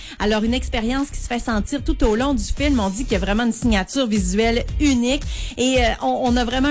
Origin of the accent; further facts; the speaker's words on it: Quebec, Canada; chez nous au Québec